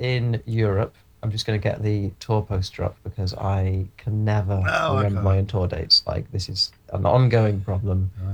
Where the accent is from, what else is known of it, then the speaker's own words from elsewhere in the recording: Scotland, United Kingdom; moved away; I grew up in Scotland